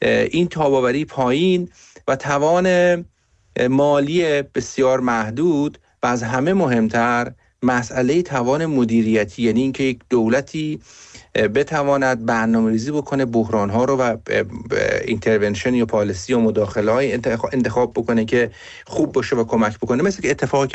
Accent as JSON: {"language": "Persian", "country": "Iran", "said": "به عنوان یک ایرانی"}